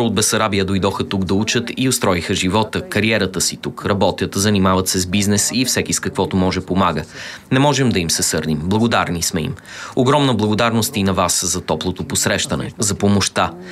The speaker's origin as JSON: {"language": "Bulgarian", "region": "Odesa Oblast", "country": "Ukraine"}